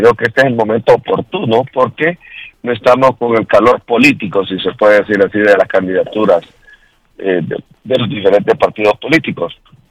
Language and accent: Spanish; Honduras; somos hondureños